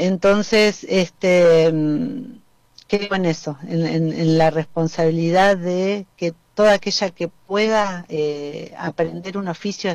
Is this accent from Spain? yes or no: no; Balcarce, Buenos Aires Province, Argentina; born there; also born or lived in La Plata; Soy nacida en la ciudad de Balcarce, en la localidad de Balcarce, provincia de Buenos Aires. Desde los 13 años en la ciudad de La Plata viví